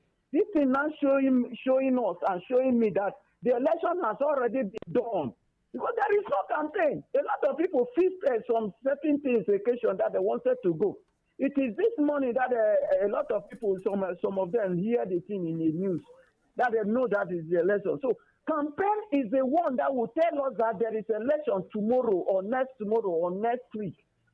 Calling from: Enugu State, Nigeria

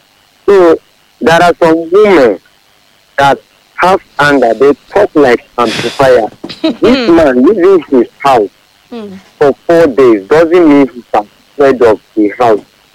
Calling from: Abuja, Federal Capital Territory, Nigeria; from Abuja.

